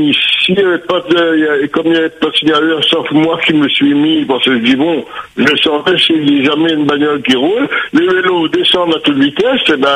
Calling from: Réunion; moi, je suis réunionnais, mais j'ai pas honte de le dire.

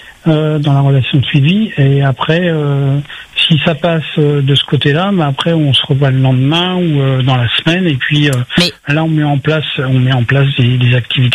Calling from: Southern France, France; Je suis du Sud.

